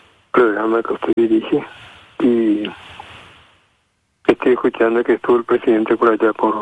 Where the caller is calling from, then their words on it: Paraguay; como ciudadano paraguayo